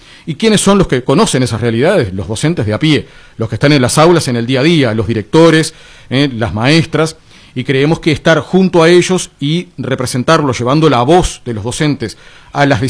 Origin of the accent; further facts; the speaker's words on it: Canelones, Uruguay; Yo mismo soy del interior, de Canelones